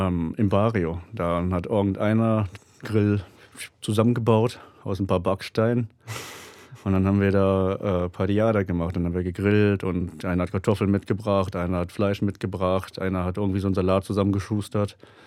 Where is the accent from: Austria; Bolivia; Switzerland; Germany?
Bolivia; Sucre, Chuquisaca; German is a second language; Ich wusste, ich komme ungefähr aus Sucre, aber den Leuten vor Ort hat es dann irgendwann nicht mehr gereicht.